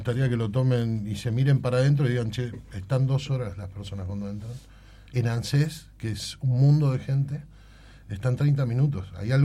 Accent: Tierra del Fuego, Argentina; Ahora somos fueguinos, vivimos acá todo el día

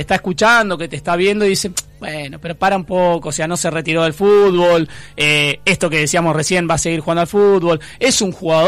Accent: Argentina

